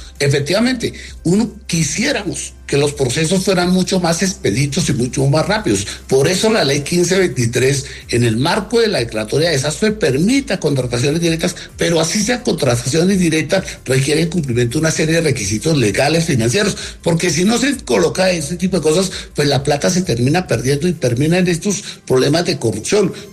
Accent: Colombia; es que como colombianos hacemos una veeduría

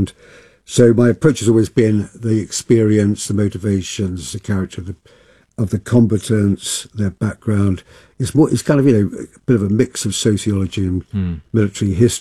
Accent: South East England, United Kingdom; So I was brought up in Kent. My father was in the RAF.

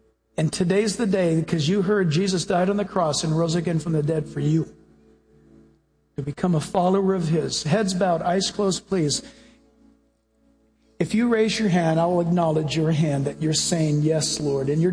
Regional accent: United States; born there; I guess I'm a Christian. I was born in America.

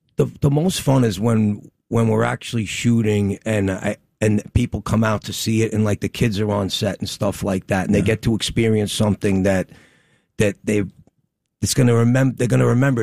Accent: New York City, New York, United States; growing up in Brooklyn

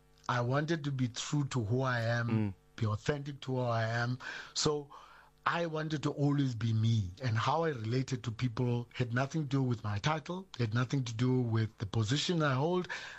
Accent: South Africa; both either in my Xhosa tradition, or when I extend it to being a South African, or extend it to being an African

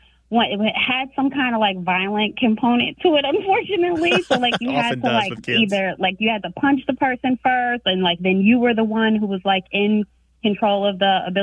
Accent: Long Island, New York, United States; And I grew up in Long Island, so.

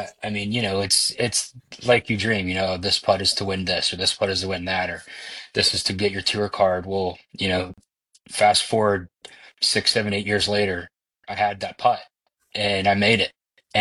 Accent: Mountain Brook, Alabama, United States; I did. Yep. I grew up obviously in Mountain Brook, when Mountain Brook High School.

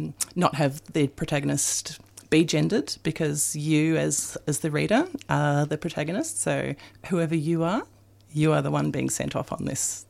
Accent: Castlemaine, Victoria, Australia; my hometown of Castlemaine

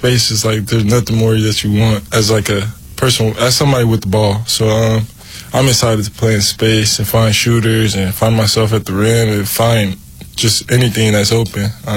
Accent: Las Vegas, Nevada, United States; Yeah, I was born and raised in Vegas, yeah. I grew up around, like, sports, honestly.

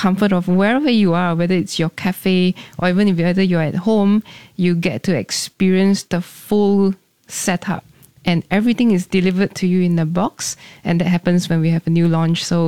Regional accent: Singapore; Because growing up in Singapore, we are very used to our kopi C, yeah, kopi O, and those coffees are a different character.

